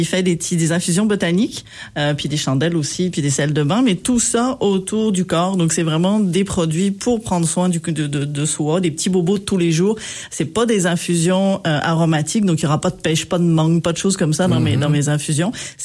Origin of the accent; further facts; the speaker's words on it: France; moi, je suis française. Donc, chez nous, c'est une culture, le marché.